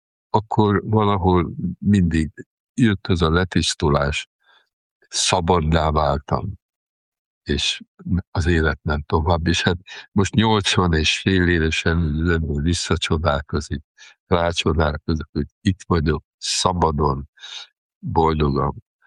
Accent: Sopron, Győr-Moson-Sopron, Hungary; de hát én soproni vagyok

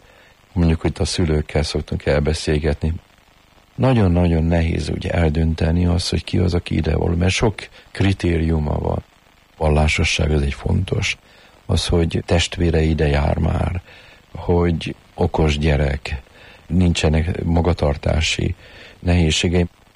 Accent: Budapest, Hungary; Várban nőttünk föl. Most a vár az egy akkora nagy játszótér

